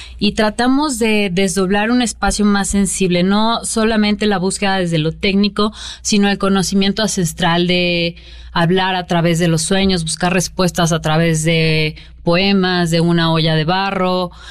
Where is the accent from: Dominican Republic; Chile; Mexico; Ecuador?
Mexico; pues que ya per se es implícito porque somos mexicanos todos